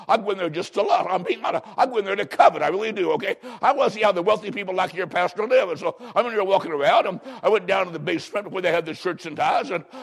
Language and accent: English; Macomb, Illinois, United States; born or raised there